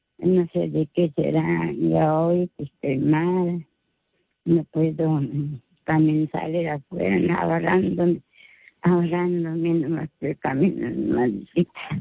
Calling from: Lima, Peru; llamo de Chorrillos.

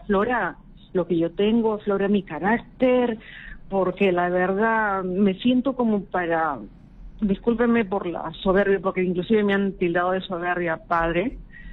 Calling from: Lima, Peru; De Magdalena.

